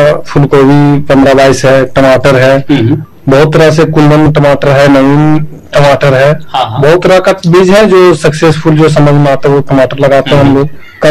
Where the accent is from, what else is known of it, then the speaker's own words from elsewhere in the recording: Chatra district, Jharkhand, India; मेरा गाँव मनातू है प्रखंड सिमरिया है चतरा जिला से बिलोंग करते हैं।